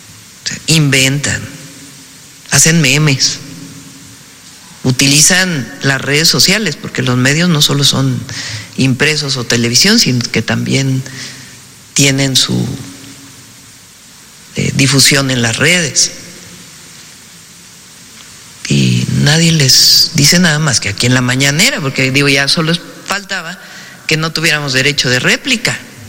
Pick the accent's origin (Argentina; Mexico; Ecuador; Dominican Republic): Mexico; Somos mexicanos. Soy mexicana. Soy mexicano.